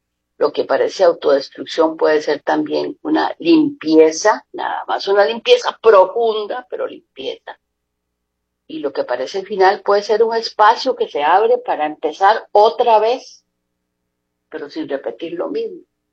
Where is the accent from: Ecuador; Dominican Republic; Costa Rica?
Costa Rica; somos costarricenses, no podemos quitarnos ese ADN